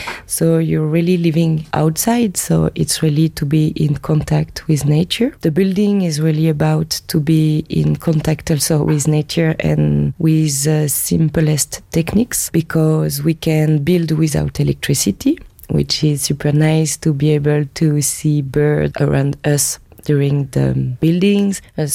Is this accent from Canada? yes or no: no; Brittany, France; English is a second language; I'm coming from the Breton part of France.